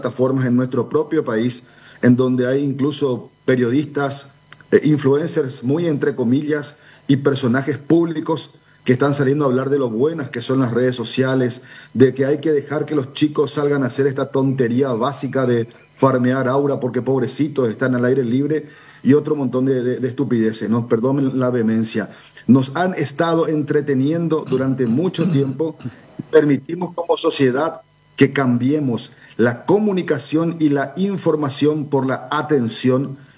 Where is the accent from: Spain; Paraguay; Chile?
Paraguay